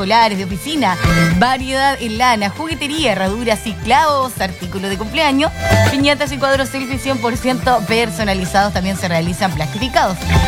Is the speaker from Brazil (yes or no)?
no; Chile; uno que es chileno